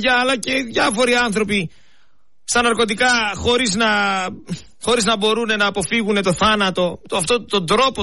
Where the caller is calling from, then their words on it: Greece; όλοι είμαστε Έλληνες φορολογούμενοι.